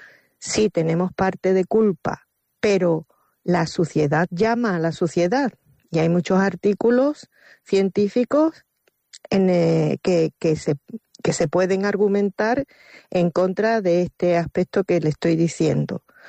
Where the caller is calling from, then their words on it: Algeciras, Andalusia, Spain; Buenos días, soy una vecina de Algeciras y quisiera insistir sobre el estado de la ciudad en cuanto a limpieza se refiere.